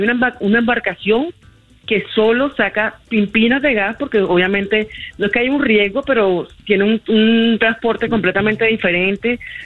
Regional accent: Caribbean coast, Colombia; como costeña, cocinera costeña

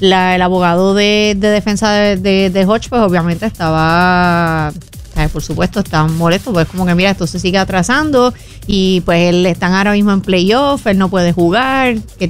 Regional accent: Puerto Rico

